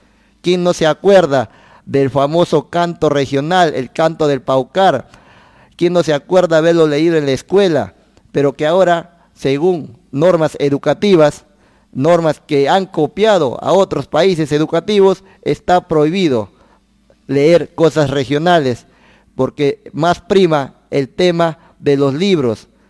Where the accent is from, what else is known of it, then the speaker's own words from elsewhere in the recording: Rioja, San Martín, Peru; nosotros, que somos parte de Rioja, tenemos costumbres, tenemos tradiciones